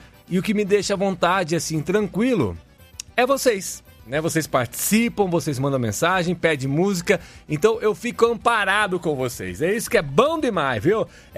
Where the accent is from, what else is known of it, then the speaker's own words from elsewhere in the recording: Araras, São Paulo, Brazil; Depois de Araras ali, minha terra natal. Araras, né? Depois tem Leme, toda aquela região ali, ó.